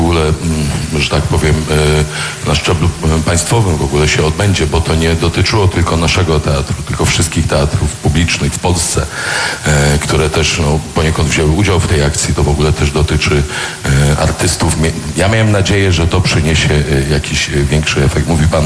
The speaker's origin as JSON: {"language": "Polish", "region": "Silesian Voivodeship", "country": "Poland", "said": "jako Ślązacy"}